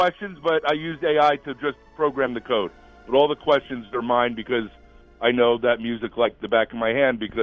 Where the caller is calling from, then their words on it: New York, United States; I'm in Manhattan.